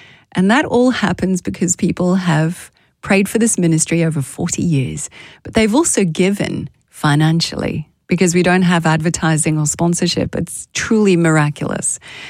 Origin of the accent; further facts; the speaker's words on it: South Africa; born there; I was born in South Africa